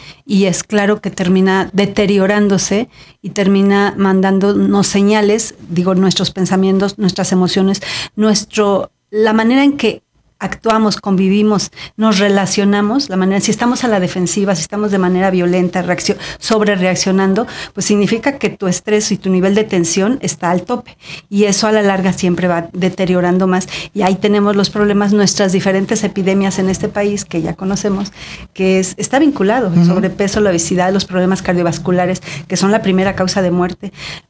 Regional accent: Mexico; somos los mexicanos nos hemos hecho desconfiados.

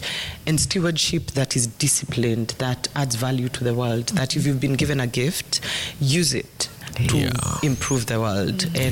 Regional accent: Kenya; I as a Kenyan

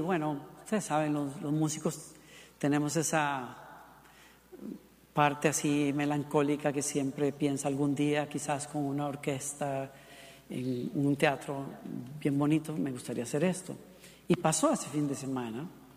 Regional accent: San José, Costa Rica; born there; moved away; regresé de Costa Rica, que es mi país natal

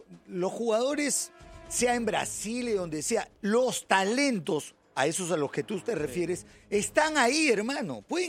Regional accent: Argentina; que los argentinos ahora van allí, viste, venimos de ser campeones, somos subcampeones.

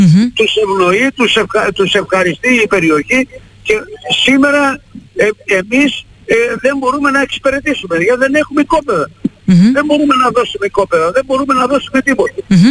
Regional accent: Vrachneika, Western Greece, Greece; now in Monodendri, Greece; εγώ είμαι από τα Βραχνέικα, αλλά τώρα έφτιαξα σπίτι στο μονοδέντρι, είμαι μονοδεντρίτης πλέον, αλλά εκεί είμαι και βραχιώτης

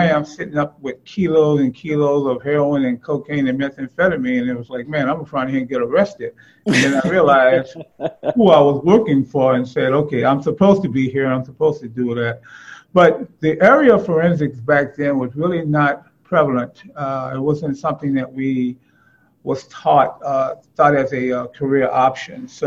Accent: Port Arthur, Texas, United States; moved away; I'm originally from Port Arthur, Texas, which is more or less oil refinery area.

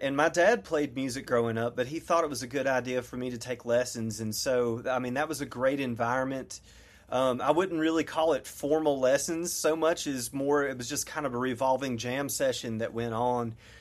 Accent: Appalachia, United States; Working at Appalachian State, working with the Center for Appalachian Studies, growing up in Appalachia.

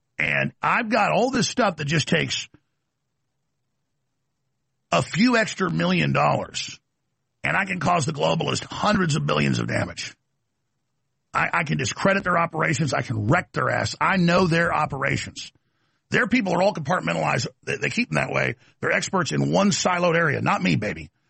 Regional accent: United States; I'm an American.

